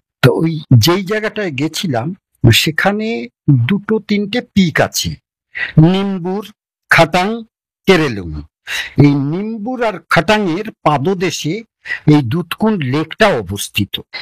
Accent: Belgharia, West Bengal, India; আমার বাড়ি বেলঘরিয়া।

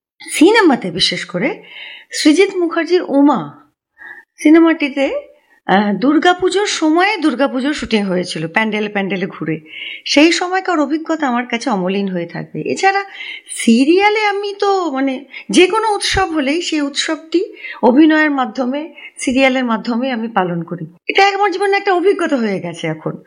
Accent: Kolkata, West Bengal, India; খুব ছোটবেলায় যেহেতু আমি উত্তর কলকাতার মেয়ে এবং একান্নবর্তী পরিবারের মেয়ে ছিলাম

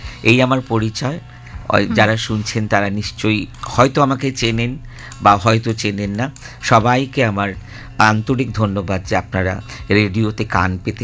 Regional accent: West Bengal, India; born there; moved away; আমি তো ধরো মেদিনীপুরের একটা গ্রামে জন্মেছিলাম, তারপরে স্কুলে পড়া

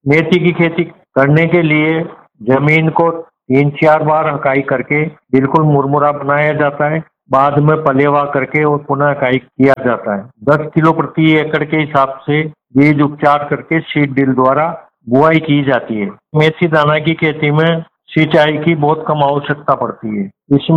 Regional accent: Baran district, Rajasthan, India; गांव गुलखेड़ी, तहसील छिपावड़ो, जिला बारा का रहने वाला हूँ।

